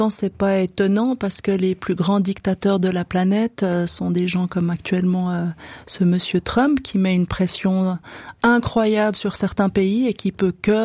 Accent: Switzerland; c'est facile de parler de Cuba quand on est Suisse, quand on y va pour les vacances

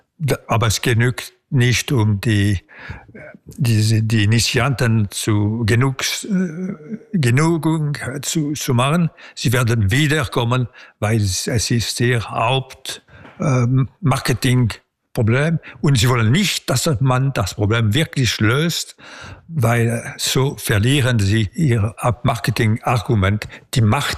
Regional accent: Switzerland; Als Schweizer bin ich für die Verfassung.

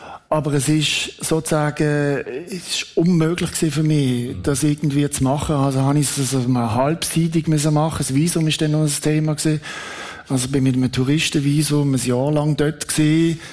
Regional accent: Switzerland; Und dann gesagt, ich bin Schweizer, ich bin neutral, ich laufe jetzt da rein.

